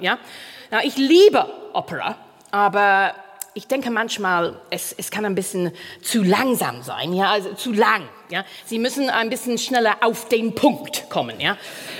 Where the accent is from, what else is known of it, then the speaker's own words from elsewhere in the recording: United Kingdom; accent: English; German is a second language; moved away; also born or lived in Italy; ich weiß mit meinem komischen englischen Akzent